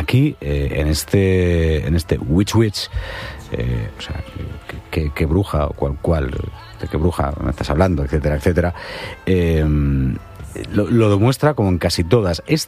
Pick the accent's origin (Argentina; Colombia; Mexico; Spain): Spain; Galicia; Como buen gallego, pues ya sabéis que hay de todo.